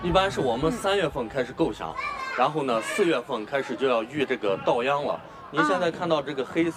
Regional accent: Helan, Ningxia, China; 我们这个贺兰县是我们的水产大县

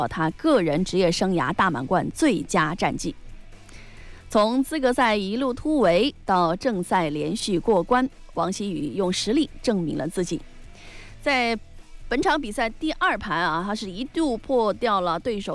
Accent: Hubei, China; 更是咱们湖北人团结拼搏的精气神儿

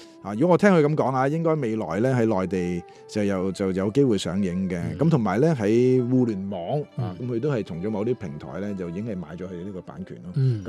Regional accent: Macau; 我本身係雖然澳門人啫

